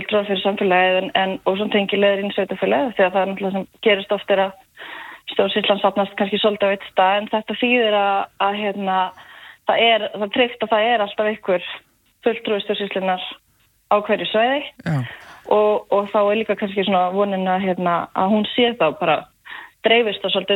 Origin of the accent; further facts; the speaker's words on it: Hella, Southern Region, Iceland; moved away as an adult; Nei, nei ég það alls ekki, ég sönlendingur, ég uppalinn á Helli